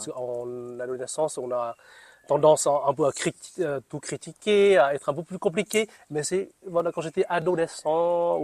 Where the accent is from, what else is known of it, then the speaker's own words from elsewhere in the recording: Northern Vietnam, Vietnam; moved away as an adult; now in France; je viens du Vietnam, du nord du Vietnam, il y a presque 20 ans.